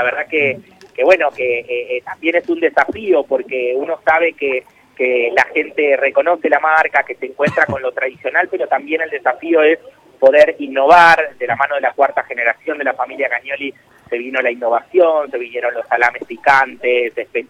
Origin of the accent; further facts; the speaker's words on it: Azul, Buenos Aires Province, Argentina; moved away as an adult; now in Tandil, Argentina; soy nacido en Azul, le mando un beso muy, pero muy grande a todos mis coterráneos. Ya hace 10 años que estoy viviendo en Tandil, pero bueno, uno siempre vuelve a la ciudad donde lo vieron crecer